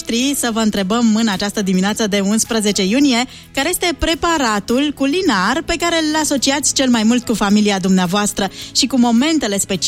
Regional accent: Romania; ca români

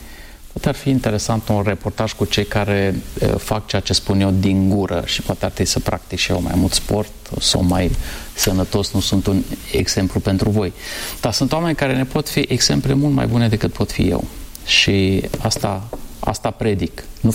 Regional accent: Suceava, Suceava County, Romania; now in Bucharest, Romania; am copilărit în Suceava

